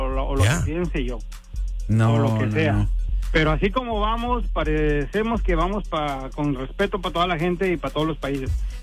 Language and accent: Spanish; Mexico